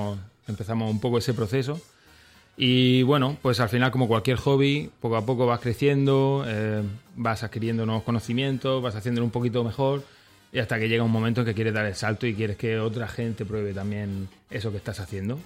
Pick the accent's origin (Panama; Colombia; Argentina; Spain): Spain; Totana, Region of Murcia; somos todos de Totana